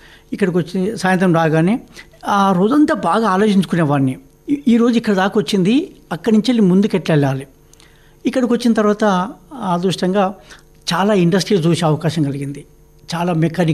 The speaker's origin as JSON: {"language": "Telugu", "town": "Sharajipet", "region": "Telangana", "country": "India", "tie": "born or raised there", "also_born_or_lived": "Aler / Hyderabad", "moved": "as an adult", "said": "నా సొంత ఊరు పూర్వం నల్లగొండ జిల్లా ఆలేరు మండలం షారాజీపేట."}